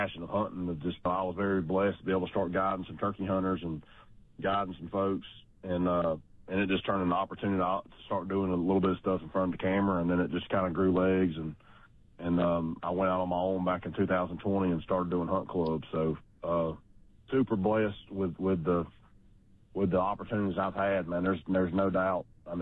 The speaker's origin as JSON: {"language": "English", "region": "Georgia", "country": "United States", "tie": "born or raised there", "said": "I was like most redneck kids growing up in Georgia."}